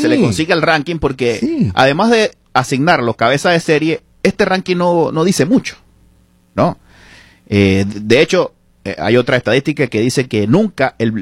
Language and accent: Spanish; Venezuela; no deja de pensar en su país, o en mi país también, ¿no? Venezuela.